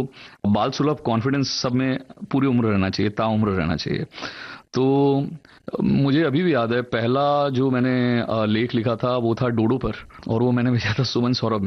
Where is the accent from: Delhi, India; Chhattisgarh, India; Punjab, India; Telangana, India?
Chhattisgarh, India; Bhilai